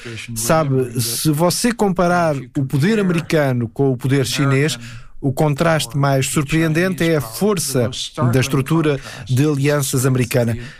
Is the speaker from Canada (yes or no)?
yes; Canada; eu sou canadiano